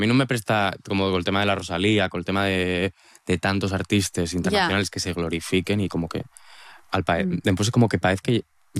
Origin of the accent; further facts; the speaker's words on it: Asturias, Spain; yo que soy de Asturias